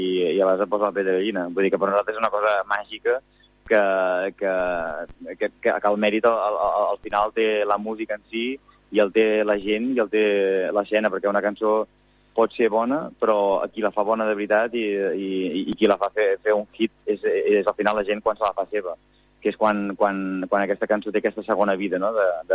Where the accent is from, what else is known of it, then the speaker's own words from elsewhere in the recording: Terrassa, Catalonia, Spain; nosaltres som de Terrassa, que és una ciutat, mig poble també per la zona on vivim, de Terrassa